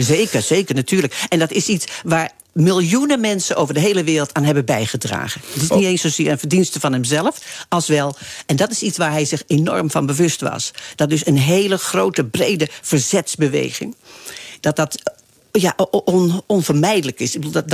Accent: Arnhem, Gelderland, Netherlands; born there; now in Amsterdam, Netherlands; Omdat ik in 1968 vanuit Arnhem, mijn geboortestad, naar Amsterdam ging.

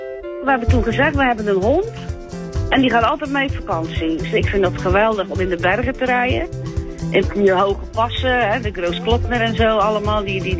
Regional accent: Dordrecht, South Holland, Netherlands; Dat ik denk van oké, ik ben een Dordtenaar.

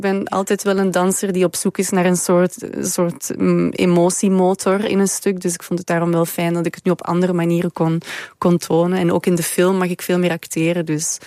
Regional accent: Belgium; moved away; Ja, in België waar ik vandaan kom.

